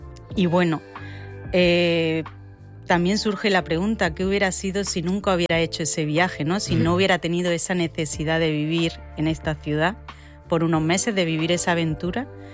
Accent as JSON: {"language": "Spanish", "town": "Granada", "region": "Andalusia", "country": "Spain", "moved": "as an adult", "lives_now": "Berlin, Germany", "said": "Y yo vengo de Granada, la cual puede caber en uno de los numerosos barrios de Berlín. Ay, mi Granada, con sus montañas, su Alhambra, el mar tan cerca, el idioma que entiendo."}